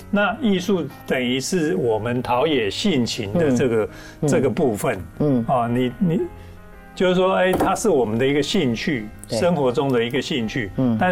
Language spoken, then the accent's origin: Chinese; New Taipei City, Taiwan; 我小时候住新北市的板桥甘阿嘴。哦，哎，我在那边生的。